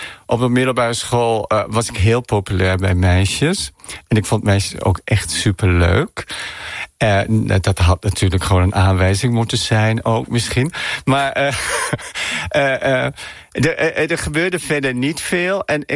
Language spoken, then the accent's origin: Dutch; Friesland, Netherlands; Ik ben opgegroeid op het Friese platteland. Mijn ouders hadden een hele grote boerderij. En wij hadden heel veel ruimte om overal te spelen. En dan, het was een heel klein dorpje in Friesland.